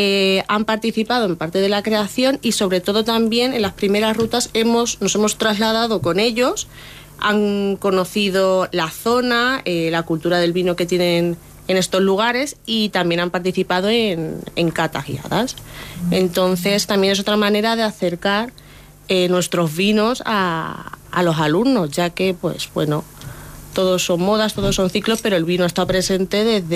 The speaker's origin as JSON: {"language": "Spanish", "town": "Valdepeñas", "region": "Castilla-La Mancha", "country": "Spain", "tie": "born or raised there", "said": "la primera ruta que hicimos fue a mi pueblo, a Valdepeñas."}